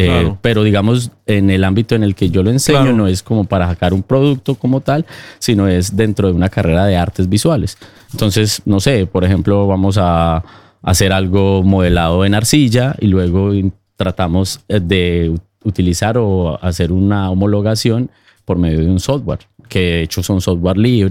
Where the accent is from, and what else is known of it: Colombia; moved away